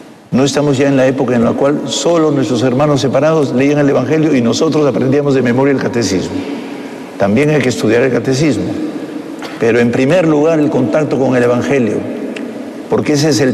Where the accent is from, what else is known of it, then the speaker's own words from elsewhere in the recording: Peru; como todos éramos católicos en esa época, en su mayoría del Perú